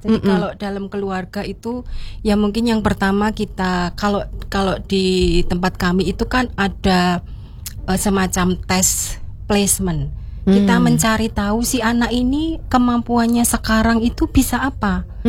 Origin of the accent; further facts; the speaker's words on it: Bantul, Special Region of Yogyakarta, Indonesia; saya orang Bantul biasa ya